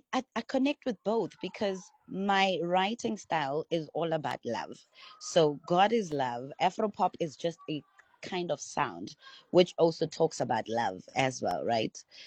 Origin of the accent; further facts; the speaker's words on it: Pretoria, Gauteng, South Africa; I grew up in Pretoria.